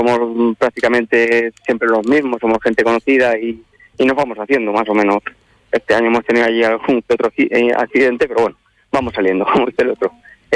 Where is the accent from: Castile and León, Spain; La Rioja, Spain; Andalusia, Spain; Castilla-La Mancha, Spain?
Castilla-La Mancha, Spain; moved away; Vamos, que yo soy de aquí, de La Mancha